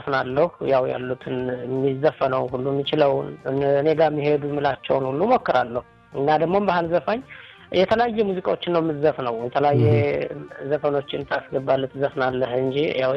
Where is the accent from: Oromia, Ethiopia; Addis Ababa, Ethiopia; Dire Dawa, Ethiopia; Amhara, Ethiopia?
Amhara, Ethiopia; born there; also born or lived in Gondar; በእርግጥ የተወለድኩት ወደ ጎጃም አካባቢ ነው እና እዛም በነበርኩበት ጊዜም ያው ምንም አይነት ልምዱ ባይኖረኝም የሙዚቃ ግን ተፈጥሮ እንደዚህ ሰርግም ሲሆን ምንም ሲሆን ስሞክር ነበረ